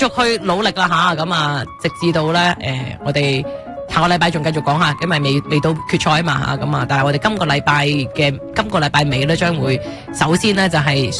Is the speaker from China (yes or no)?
no; Canada; 尤其我哋加拿大人方面啦，今年系我哋嘅主办其中一个主办国啊嘛